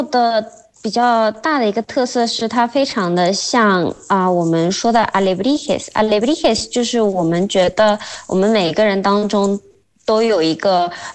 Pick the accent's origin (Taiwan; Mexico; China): Mexico; Chinese is a second language; moved away; Hola, hola